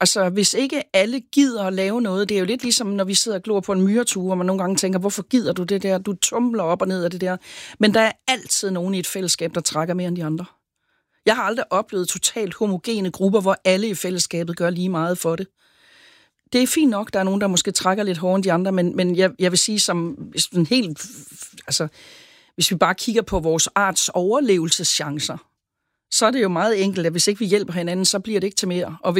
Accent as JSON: {"language": "Danish", "town": "Sønderborg", "region": "Region of Southern Denmark", "country": "Denmark", "tie": "born or raised there", "said": "Det gjorde man sgu ikke i 60'erne hjemme i Sønderborg."}